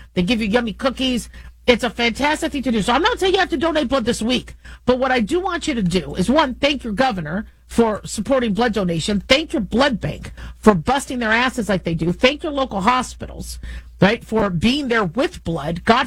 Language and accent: English; Nevada, United States; the fact that it started in Nevada, pretty cool. You know, that my home state